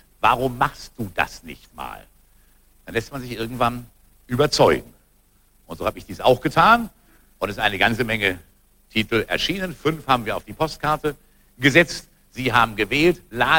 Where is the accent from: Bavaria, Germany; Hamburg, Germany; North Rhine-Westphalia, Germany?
Hamburg, Germany; ich bin Hamburger, ja.